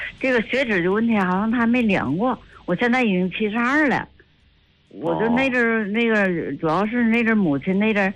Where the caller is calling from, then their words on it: China; 我来自长山的。